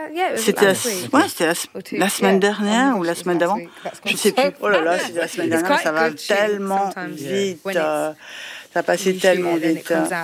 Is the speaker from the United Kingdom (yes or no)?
yes; Walsall, West Midlands, United Kingdom; Ouais, c'est là d'où je viens.